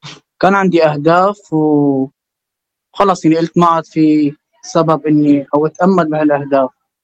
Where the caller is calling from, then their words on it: Syria; لأنه هي بدولة الجزائر وأنا من سوريا.